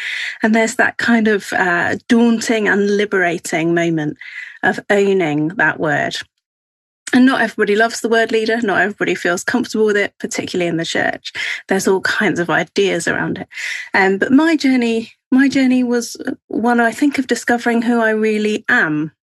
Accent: New Zealand; now in England; So I grew up in New Zealand where everyone had a bit of a can-do attitude.

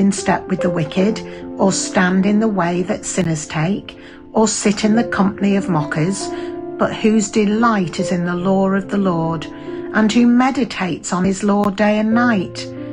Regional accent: Leeds, Yorkshire and the Humber, United Kingdom; from Leeds

